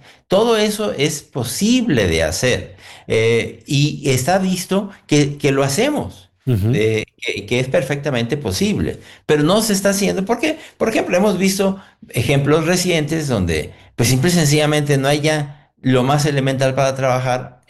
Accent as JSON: {"language": "Spanish", "country": "Mexico"}